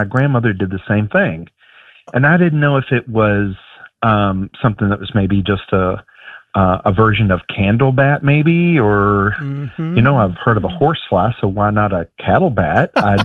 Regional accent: Virginia, United States; now in East Tennessee, United States; Well, I actually grew up in the Shenandoah Valley in Virginia.

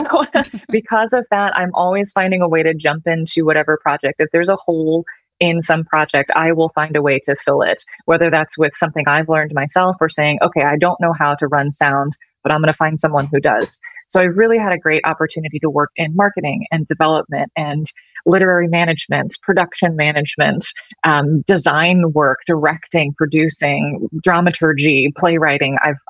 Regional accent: Indiana, United States; born or raised there; moved away as an adult

